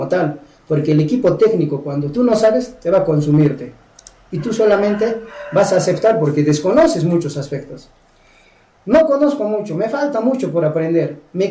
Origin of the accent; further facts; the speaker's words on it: Challhuahuacho, Apurímac, Peru; born there; hermanos del distrito de Mara, de donde yo soy descendiente, chalhuahuacho, de donde yo he nacido, soy chalhuahuachino